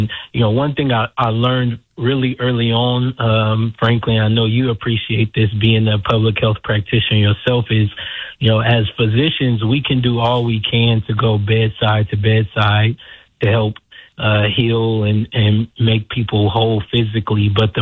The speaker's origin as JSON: {"language": "English", "town": "South Bend", "region": "Indiana", "country": "United States", "moved": "as an adult", "lives_now": "Chicago, United States", "said": "I'm from South Bend, Indiana, originally"}